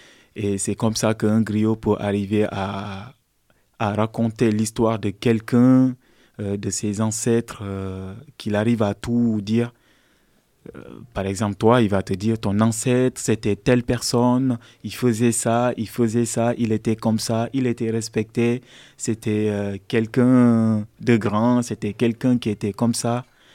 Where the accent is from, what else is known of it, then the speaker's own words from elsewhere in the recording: Senegal; j'ai grandi au Sénégal, donc, et c'est ma mère qui m'a éduqué. Et c'est comme ça que je me suis vu un peu plus comme un Sénégalais, comme un Guinéen, parce que je connais plus la culture sénégalaise que la culture guinéenne